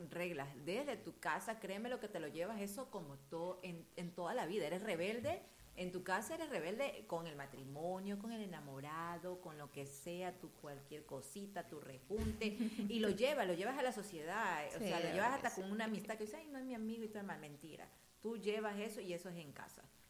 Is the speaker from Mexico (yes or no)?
no; Ecuador; Como buenas ecuatorianas que somos y ecuatorianos